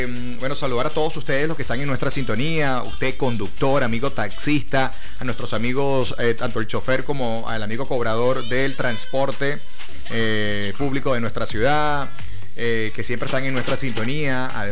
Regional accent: Venezuela; Así somos los venezolanos.

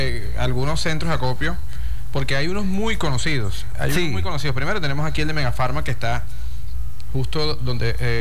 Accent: Venezuela; esto que estamos viviendo nosotros como venezolanos.

